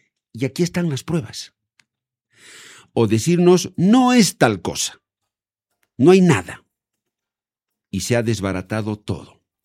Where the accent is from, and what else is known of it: Bolivia